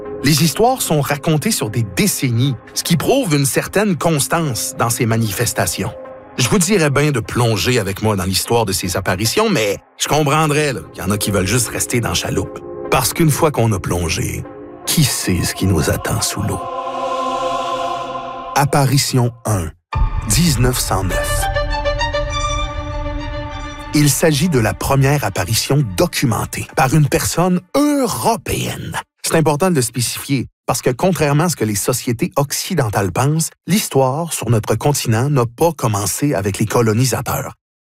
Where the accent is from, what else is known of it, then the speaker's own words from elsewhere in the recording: Terrebonne, Quebec, Canada; je viens de Terrebonne.